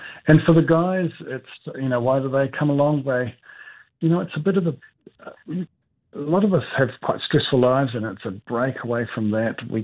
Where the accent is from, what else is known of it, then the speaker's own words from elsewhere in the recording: Northland, New Zealand; I was brought up in Northland, so I dearly love it.